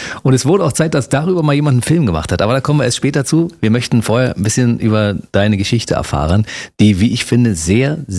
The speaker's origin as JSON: {"language": "German", "region": "Berlin", "country": "Germany", "tie": "born or raised there", "said": "Ich komme aus Berlin-Kauitzdorf"}